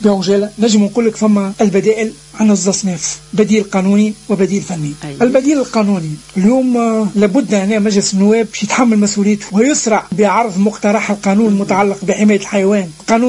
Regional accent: Tunisia

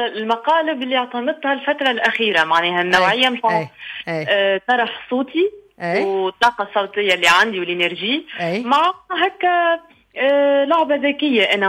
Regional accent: Tunisia; accent: Tunisian; كما نقولوا بلهجتنا التونسية

